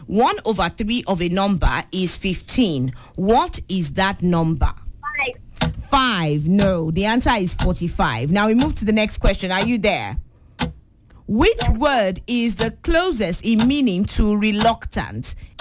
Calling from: Ibadan, Oyo, Nigeria; of course, I am 6 years old, and I'm calling from Premier Hill, Mokola, Ibadan.

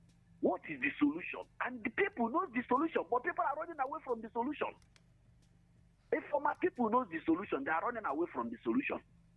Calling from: Enugu, Enugu State, Nigeria; I'm calling from Enugu.

